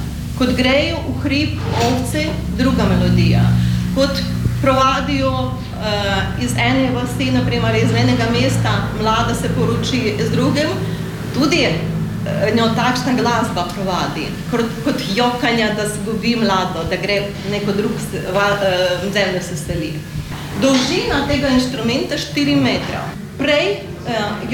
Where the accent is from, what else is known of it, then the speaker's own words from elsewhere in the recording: Lviv, Lviv Oblast, Ukraine; Slovenian is a second language; moved away as an adult; now in Slovenia; Ukrajinka, zdaj sem že Slovenka. Sem že 14 let, sem prišla v Slovenijo iz Lvova, to je mesto zahodne Ukrajine, zelo znane, veliko lepo mesto.